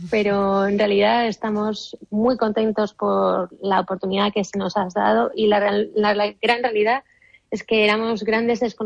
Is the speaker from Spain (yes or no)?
yes; Spain; moved away as an adult; now in Dubai, United Arab Emirates; soy la única española